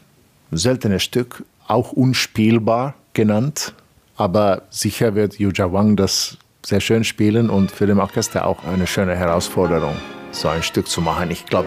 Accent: Finland; German is a second language; moved away as an adult; now in England, United Kingdom; für mich als Finne

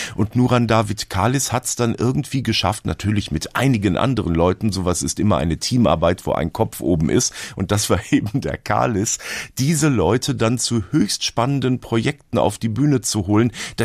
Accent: North Rhine-Westphalia, Germany; Ich komme ja aus dem Ruhrgebiet

